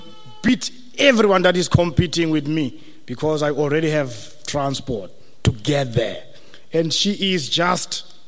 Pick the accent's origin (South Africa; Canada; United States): South Africa; Beaufort West, Western Cape; I was born and bred in Beaufort West